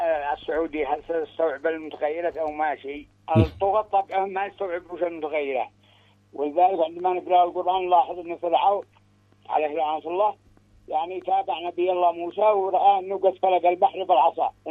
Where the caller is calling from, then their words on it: Yemen; انا من بيت ردمان من عزله بني علي.